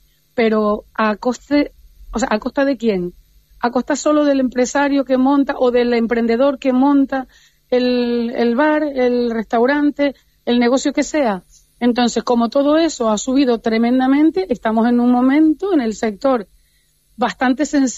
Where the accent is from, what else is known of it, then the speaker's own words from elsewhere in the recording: Canary Islands, Spain; es que somos de Canarias, como si fuéramos poca cosa